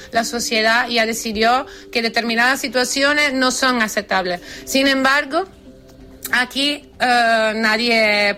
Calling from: Canary Islands, Spain; Yo soy vecina del Montaña del Cabezo desde hace casi 5 años

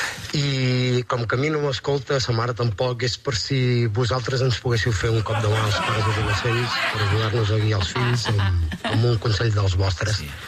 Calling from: Sant Feliu de Codines, Catalonia, Spain; de Sant Feliu de Codines.

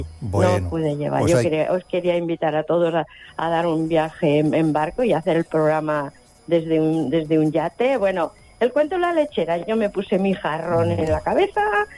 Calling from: Barcelona, Catalonia, Spain; estoy en Barcelona.

